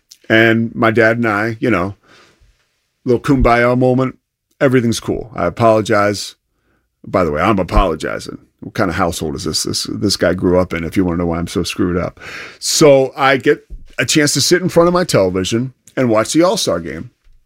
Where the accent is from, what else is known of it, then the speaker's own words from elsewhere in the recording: Philadelphia, Pennsylvania, United States; And I'm from Philadelphia, so I thought it was neat that the game was played in Philly.